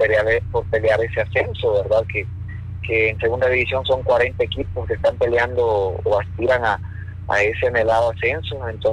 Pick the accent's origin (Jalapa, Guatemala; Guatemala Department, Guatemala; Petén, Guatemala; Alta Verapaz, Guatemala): Jalapa, Guatemala; yo soy acá de Jalapa